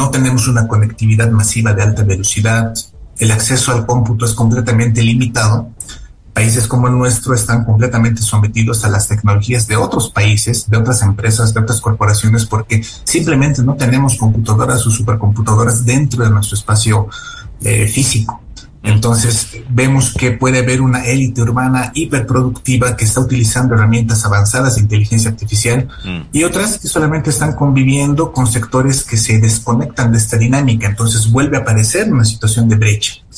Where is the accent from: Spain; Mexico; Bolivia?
Bolivia; como bolivianos, deberíamos preguntarnos cuál es el rol de nuestras universidades en esto.